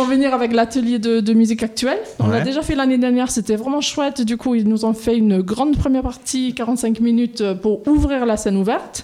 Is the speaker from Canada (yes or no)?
no; England, United Kingdom; French is a second language; also born or lived in Toulouse; now in France; En fait, je suis à la base anglaise. Vous l'entendez peut-être dans mon petit accent.